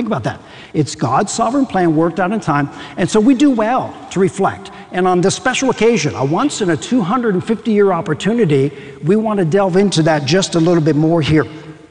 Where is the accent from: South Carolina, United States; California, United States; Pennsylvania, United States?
Pennsylvania, United States; a letter from my pastor back in my home state of Pennsylvania